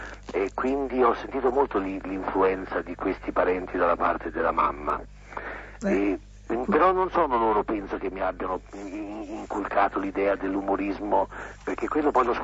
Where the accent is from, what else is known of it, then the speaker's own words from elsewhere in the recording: Ancona, Marche, Italy; born there; Io sono nato ad Ancona, però ho ascendenze toscane, fiorentine.